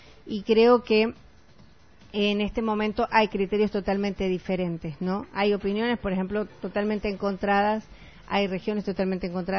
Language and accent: Spanish; Bolivia; yo soy tan boliviana